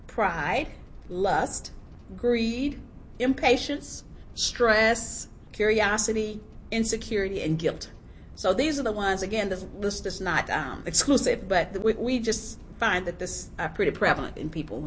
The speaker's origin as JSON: {"language": "English", "region": "Texas", "country": "United States", "tie": "born or raised there", "said": "I grew up in the Jim Crow South, and so I'm thinking, this reminds me of when I was in Texas and I was disadvantaged"}